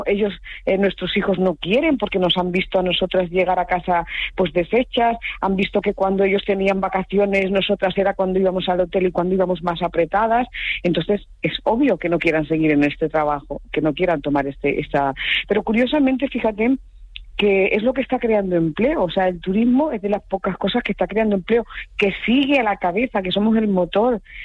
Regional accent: Catalonia, Spain; yo soy de la Costa Brava

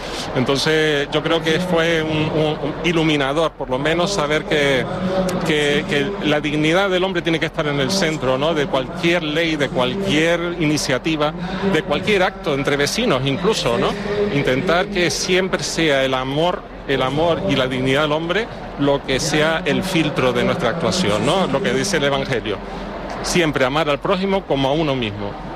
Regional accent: Canary Islands, Spain; una ventaja para nosotros como canarios

